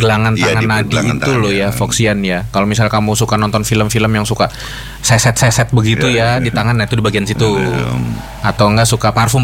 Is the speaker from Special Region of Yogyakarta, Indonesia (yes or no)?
yes; Yogyakarta, Special Region of Yogyakarta, Indonesia; Aku dari Jogja. Pekerjaan aku sehari-hari adalah penjahit rumahan.